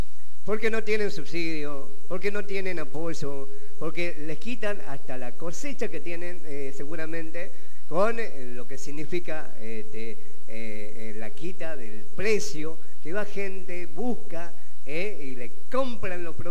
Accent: Argentina; somos argentinos, somos criollos. Yo soy bien criollo, bien criollo. Bien argentino, de pura cepa, como dice Eduardito

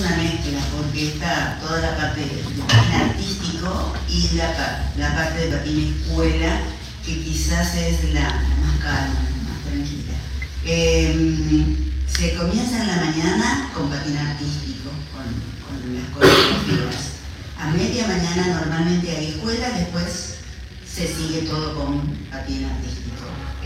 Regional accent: Reconquista, Santa Fe, Argentina; Un placer, realmente, un placer volver a Reconquista, mi tierra natal.

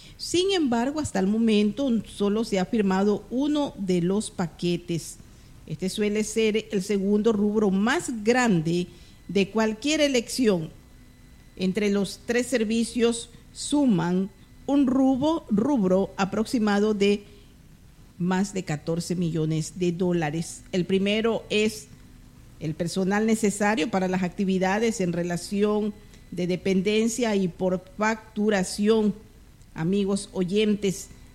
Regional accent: Ecuador

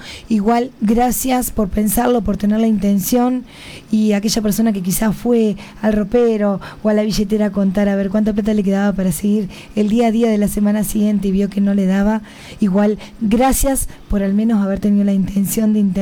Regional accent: Uruguay; Compatriota uruguayo, me encanta.

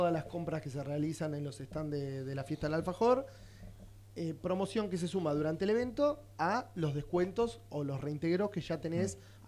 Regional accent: San Bernardo, Buenos Aires Province, Argentina; para los que somos de San Bernardo

